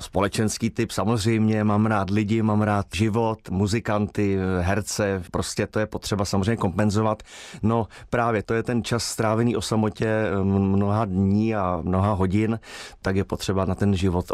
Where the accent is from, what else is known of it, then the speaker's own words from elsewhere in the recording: South Bohemian Region, Czechia; je to jakási podsta mému rodnému kraji, protože má podtitul Šumavská